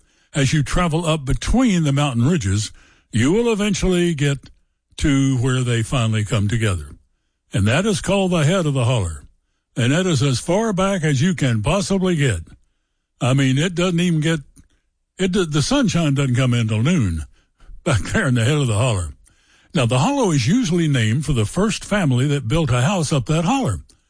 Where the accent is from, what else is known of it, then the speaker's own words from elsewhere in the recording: Johnson County, Kentucky, United States; I was raised in Johnson County, Kentucky.